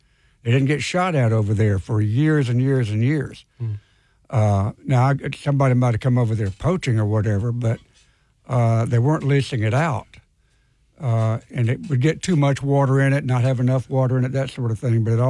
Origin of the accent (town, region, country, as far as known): Georgia, United States; born or raised there